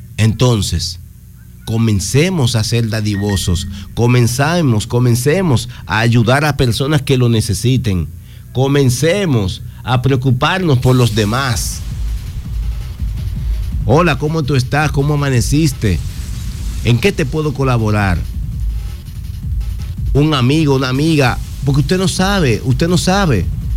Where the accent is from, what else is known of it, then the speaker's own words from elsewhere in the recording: San Cristóbal, Dominican Republic; Le hago un llamado a mi pueblo, a mi provincia San Cristóbal